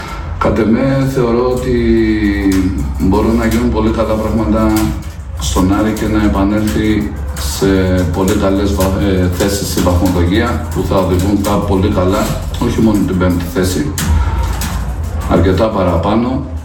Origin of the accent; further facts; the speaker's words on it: Greece; Εγώ σαν Έλληνας